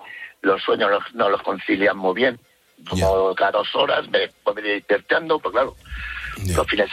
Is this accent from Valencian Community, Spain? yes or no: no; Madrid, Community of Madrid, Spain; born there; Yo tengo 57, nacido en Madrid.